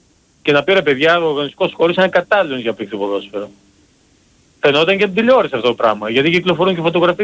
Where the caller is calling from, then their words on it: Volos, Thessaly, Greece; Εγώ φίλε είμαι από Βόλο.